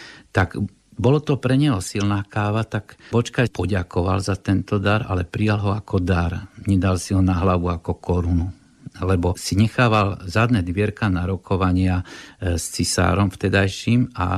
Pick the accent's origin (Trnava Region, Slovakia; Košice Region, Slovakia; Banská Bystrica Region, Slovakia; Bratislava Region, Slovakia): Košice Region, Slovakia; Košice; keď už som taký Košičan.